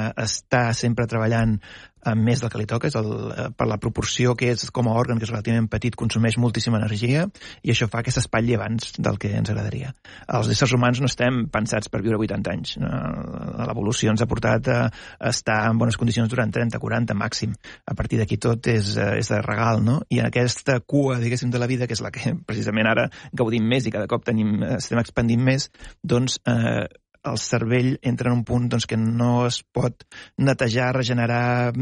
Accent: Catalonia, Spain; Sí, els dos som catalans, la meva dona també és catalana.

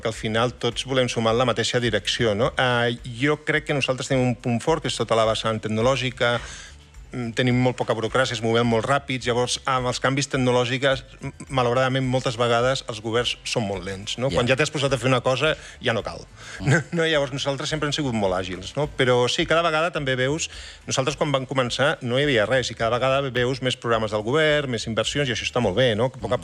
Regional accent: Barcelona, Catalonia, Spain; Del Clot, ara visc al Guinardó.

